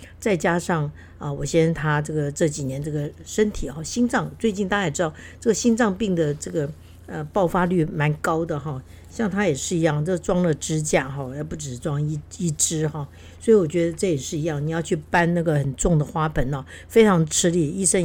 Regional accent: Keelung, Taiwan; 那我自己小时候也住在这个基隆的乡下

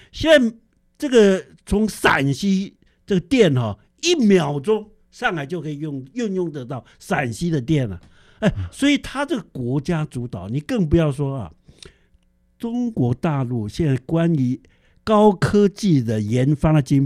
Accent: Taiwan; 我们台湾人不喜欢这个大陆体制，因为我们是崇拜民主。

